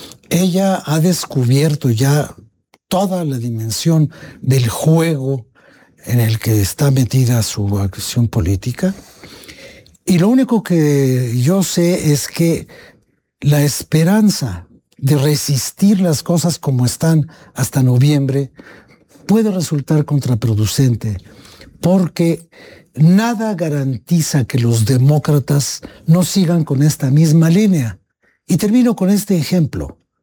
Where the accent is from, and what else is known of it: Mexico